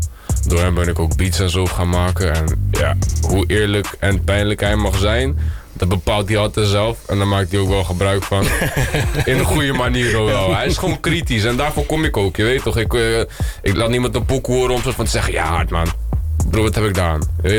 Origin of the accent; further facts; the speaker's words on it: The Hague, South Holland, Netherlands; born there; also born or lived in Gouda